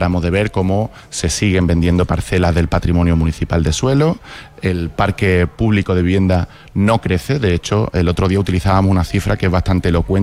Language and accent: Spanish; Málaga, Andalusia, Spain; para poner en valor lo que somos los malagueños, nuestra identidad, nuestros folclores, nuestros símbolos.